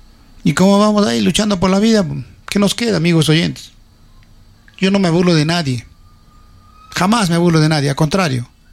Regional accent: Cerro Colorado, Arequipa, Peru; now in Uchumayo, Peru; Yo soy cerreño. Quiero mi tierra, Cerro Colorado. También quiero Uchumayo, donde me ha dado casa. Tengo mi esposa. Vivo en Uchumayo. 20 años yo vivo en Uchumayo.

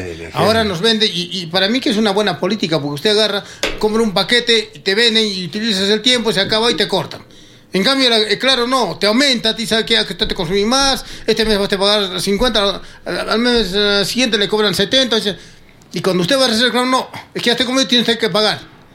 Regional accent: Peru; nosotros peruanos

